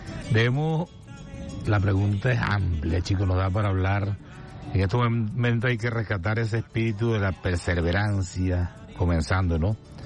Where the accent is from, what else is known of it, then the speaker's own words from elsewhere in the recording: Mantecal, Apure, Venezuela; yo como apureño